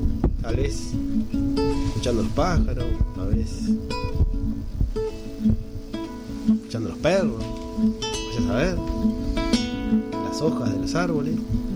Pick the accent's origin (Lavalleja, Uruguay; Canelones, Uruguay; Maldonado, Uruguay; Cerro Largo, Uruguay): Canelones, Uruguay; terminar en Canelones, que también es mi ciudad natal